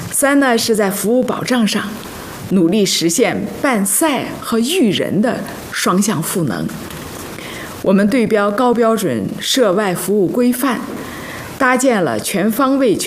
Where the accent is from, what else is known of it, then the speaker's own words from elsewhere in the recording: Tianjin, China; 咱们天津